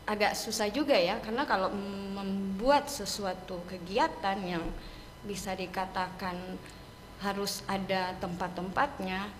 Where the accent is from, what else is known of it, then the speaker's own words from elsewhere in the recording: Gorontalo, Indonesia; Contoh kita sendiri orang Gorontalo rasanya ya banyak anak-anak yang malu berbahasa Gorontalo.